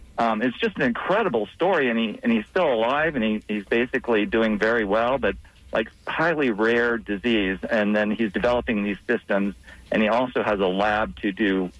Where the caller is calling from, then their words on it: Tampa, Florida, United States